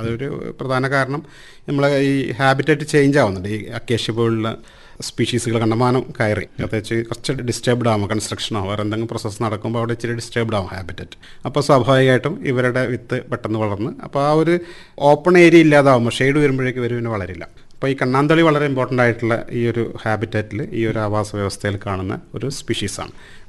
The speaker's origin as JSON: {"language": "Malayalam", "town": "Pariyaram", "region": "Kerala", "country": "India", "tie": "born or raised there", "said": "ഇപ്പം ഞാൻ പരിയാരം സ്വദേശിയാണ്."}